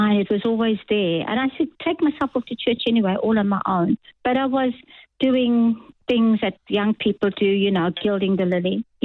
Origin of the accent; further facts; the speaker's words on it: Durban, KwaZulu-Natal, South Africa; I was born in Durban in 1958. Uh-huh. That's where I was raised, yeah.